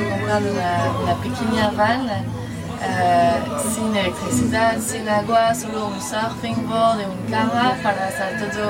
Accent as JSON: {"language": "Spanish", "country": "France", "also_born_or_lived": "United States", "second_language": "Spanish", "said": "Yo soy francés, también de Estados Unidos. Para mí es natural de viajar mucho después toda mi vida."}